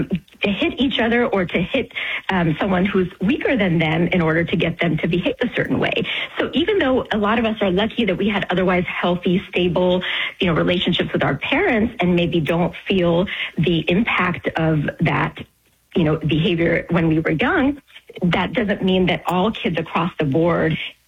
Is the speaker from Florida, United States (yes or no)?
no; Tennessee, United States; born or raised there